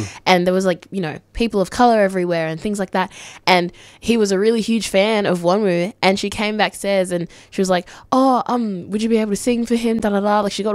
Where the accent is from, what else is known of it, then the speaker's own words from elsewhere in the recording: DR Congo; also born or lived in Malawi; now in Australia; I was actually born in Malawi. Yeah. I'm Congolese. That's my background, full-blooded. My mum and dad are both from the Mushi tribe.